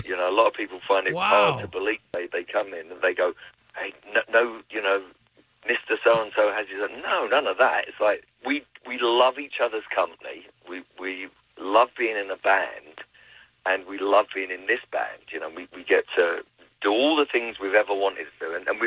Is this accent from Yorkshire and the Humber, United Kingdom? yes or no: no; London, United Kingdom; I'm from London, so I grew up listening to the … and the … and the … and the …